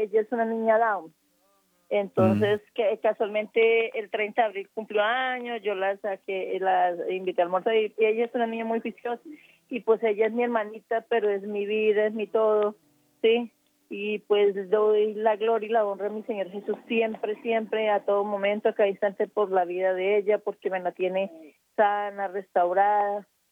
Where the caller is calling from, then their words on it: Girardot, Cundinamarca, Colombia; Estoy en Girardot, en el barrio La Estación. Soy congregada en la iglesia Manantial de Scout.